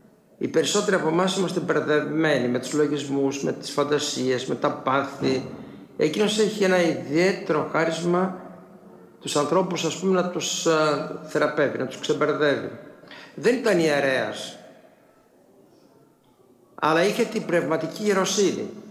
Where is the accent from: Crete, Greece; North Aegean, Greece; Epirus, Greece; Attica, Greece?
Epirus, Greece; Ioannina; Εγώ γιαννιώτης είμαι, γεννημένος στα Γιάννα και μεγάλωσα στα Γιάννα.